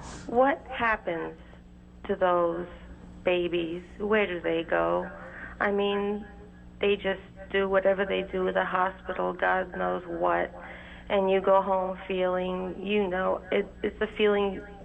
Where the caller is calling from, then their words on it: Warwick, New York, United States; Warwick, New York